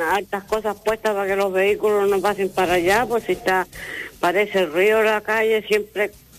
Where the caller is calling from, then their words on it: Copiapó, Atacama, Chile; De Rosario.